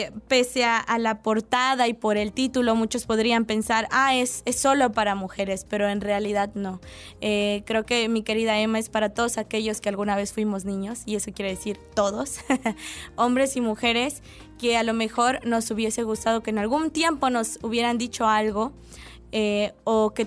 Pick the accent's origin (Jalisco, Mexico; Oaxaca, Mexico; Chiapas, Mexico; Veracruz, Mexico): Chiapas, Mexico; ¿tú eres de Chiapas? Y yo, sí.